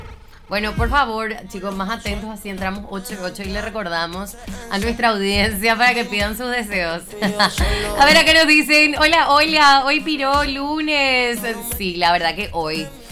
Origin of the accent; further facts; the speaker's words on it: Paraguay; Esos somos los paraguayos que estamos alrededor del mundo.